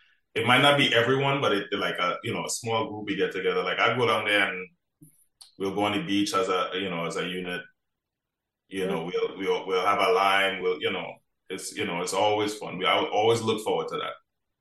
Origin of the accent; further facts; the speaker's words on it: Marabella, Trinidad & Tobago; also born or lived in Moruga; So I spent a couple of years up there. But growing up in Marabella, I wasn't really into the music like that. I was just a normal kid, just running around playing football